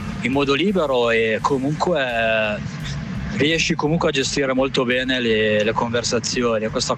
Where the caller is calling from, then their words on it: Cossato, Piedmont, Italy; da Cossato.